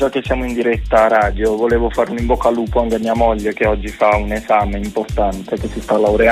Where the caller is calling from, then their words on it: Trani, Apulia, Italy; io sono di Trani.